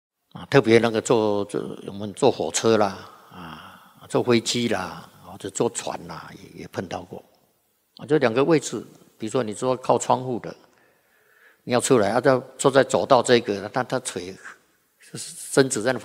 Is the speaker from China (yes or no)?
no; Taiwan; 我们台湾这些本地的人